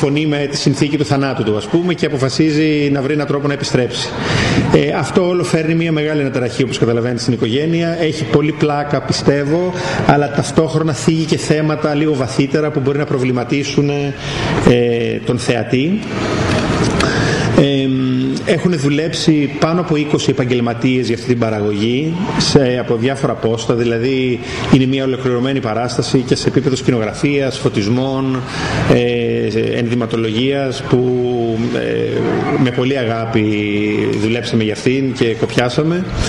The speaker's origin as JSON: {"language": "Greek", "area": "Chios", "region": "North Aegean", "country": "Greece", "moved": "yes", "said": "να φέρνω παραστάσεις μου στο νησί μου"}